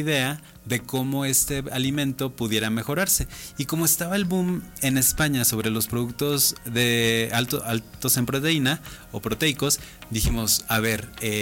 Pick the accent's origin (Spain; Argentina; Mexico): Mexico